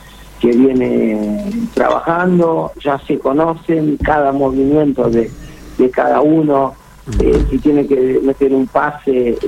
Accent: Cape Verde; moved away; yo cuando salí de Cabo Verde, yo sabía que nunca iba a ver a Cabo Verde jugando en un torneo tan importante

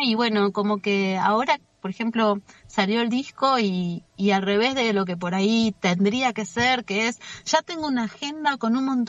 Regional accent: Trevelin, Chubut, Argentina; me voy a enfocar en un concierto acá, en Trevelin, en mi pueblo, para la gente de acá.

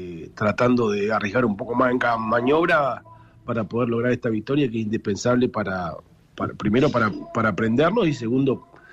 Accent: Gobernador Costa, Chubut, Argentina; Un saludo para toda la gente de Sarmiento que me sigue, la gente de Gobernador Costa, de mi pueblo.

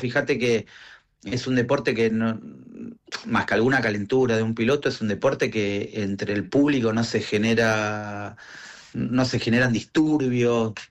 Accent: Rawson, Argentina; yo soy de Rawson y nuestro autódromo Estrelew es un gran autódromo

